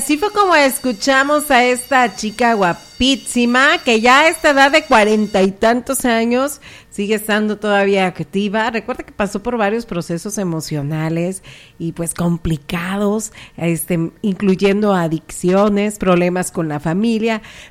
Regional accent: Mexico; nosotros como buenos mexicanos

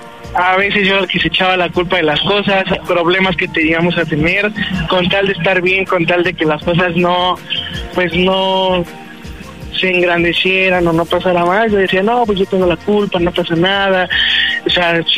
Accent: Ixtapaluca, State of Mexico, Mexico; Tengo 26 y soy de Iztapaluca, Estado de México.

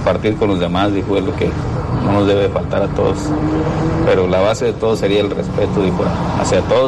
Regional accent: Churumuco, Michoacán, Mexico; moved away; Que yo soy originario de Churumuco, Michoacán.

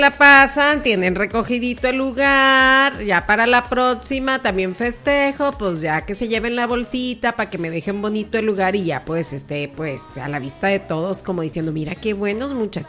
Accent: Mexico; Yo esta vida la viví en México y soy mexicana

